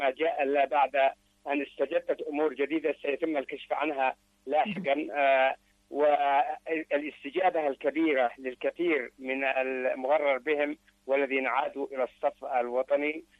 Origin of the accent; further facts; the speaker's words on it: Yemen; كما تحدثت المسؤولون عندنا في صنعاء